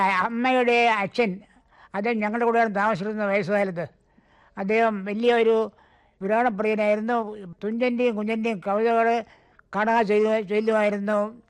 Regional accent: Thiruvananthapuram, Kerala, India; born there; തിരുവനന്തപുരത്ത് ജഗതിയില്ലേ.

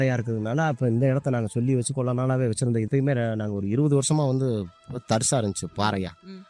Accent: Puliyampatti, Tamil Nadu, India; now in Pallangi, India; எங்க சொந்த ஊர் புளியம்பட்டி.

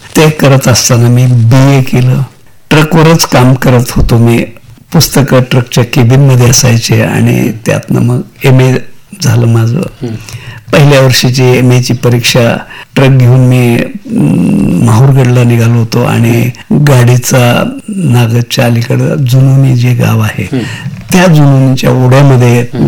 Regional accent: Aran, Maharashtra, India; आणि त्याच गावामध्ये आमचाही जन्म झालेला आहे. मूळ गाव माझं आरण आहे.

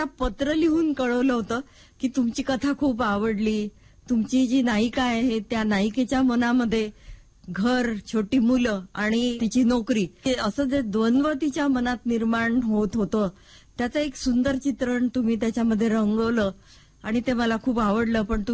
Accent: Darwha, Maharashtra, India; माझं माहेर यवतमाळ जिल्ह्यातील दारव्हा येथील. माझे वडील ऍडव्होकेट … होते आणि माझं बालपण हे दारव्हा इथेच गेलं.

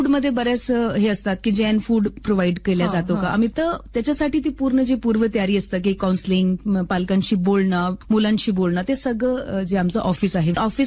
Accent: Chandigarh, India; moved away; also born or lived in Himachal Pradesh; माझा hometown Chandigarh plus Himachal तर माझा जो रूट्स आहे ते खूप स्ट्रॉंग आहे

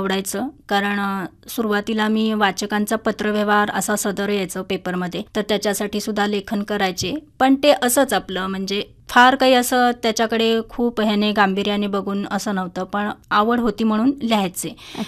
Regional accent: Pandharpur, Maharashtra, India; moved away as an adult; now in Devrukh, India; माझं मूळ गाव पंढरपूर आहे आणि पंढरपूर येथील कर्मवीर भाऊराव पाटील या कॉलेजमधून मी वाणिज्य क्षेत्रातील पदवी घेतली आहे.

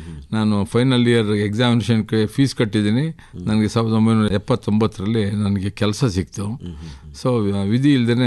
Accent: Hariharapura, Karnataka, India; Sir, ನಂದು ಕೇರ್ಪೇಟೆ ಹತ್ರ ಹರಿಹರಪುರ ಅಂತ.

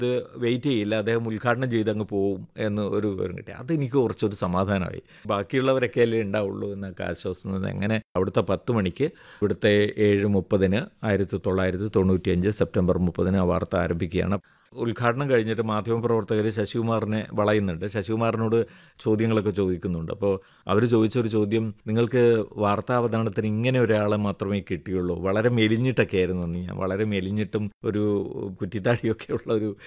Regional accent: Ravaneeswaram, Kerala, India; moved away; ഞാനൊരു ഗ്രാമപ്രദേശത്തു നിന്നാണ് വരുന്നത്, രാവണീശ്വരം എന്ന് പറയുന്ന കാസർഗോഡ് ജില്ലയിലെ ഗ്രാമപ്രദേശത്ത്.

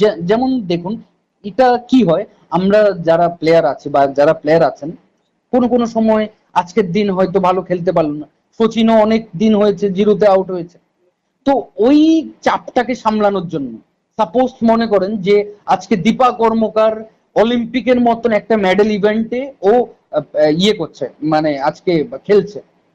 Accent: India; আমরা ইন্ডিয়ান

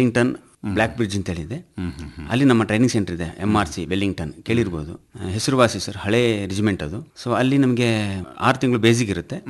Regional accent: Kodagu, Karnataka, India; ಹಾಗೆ ನಾವು ಕೊಡಗಿನಿಂದ 59 ಮೆಂಬರ್ಸ್ ಅನ್ನು ಸೆಲೆಕ್ಷನ್ ಆಗಿದ್ದು.

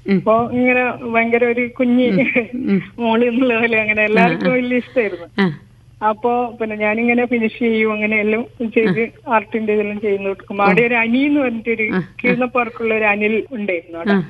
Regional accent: Kannur, Kerala, India; now in Mahe, India; ഇപ്പോ സ്വദേശം ശരിക്കും എന്റെ വീട് കണ്ണൂരാണ്

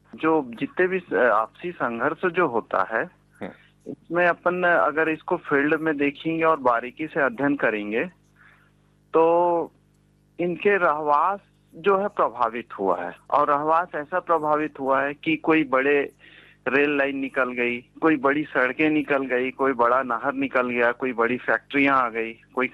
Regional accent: Bilaspur, Chhattisgarh, India; बिलासपुर छत्तीसगढ़ का निवासी हूँ।

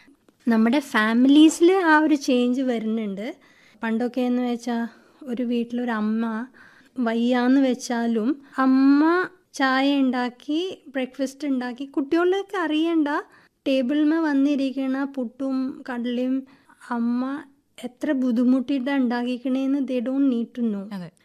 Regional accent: Gujarat, India; ഞാൻ ജനിച്ച് വളർന്നത് ഗുജറാത്തിലാണ്.

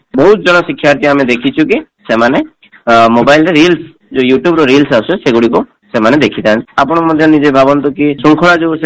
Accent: Berhampur, Odisha, India; ମୁଁ ବରହମପୁର ନିବାସୀ ଅଟେ।

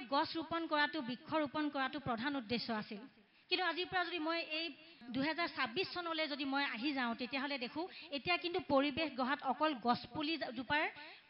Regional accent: Assam, India; born there; আমি অসম প্ৰান্তত জন্মগ্ৰহণ কৰিছোঁ

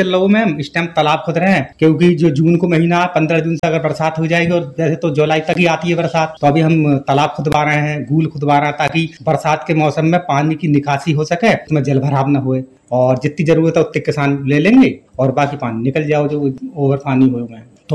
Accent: Bansipur, Uttar Pradesh, India; मैं एक किसान परिवार से हूँ और बंसीपुर गांव पड़ता है जो, और जो ग्राम पंचायत बखनौरी के अंतर्गत आता है और तहसील और ब्लॉक दोनों मिलक हैं।

